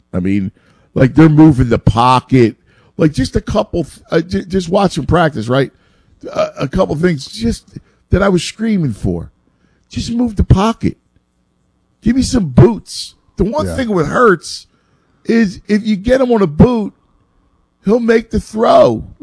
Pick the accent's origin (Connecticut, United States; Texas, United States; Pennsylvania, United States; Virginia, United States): Pennsylvania, United States; Philadelphia; I mean, you know, obviously I'm from Philadelphia.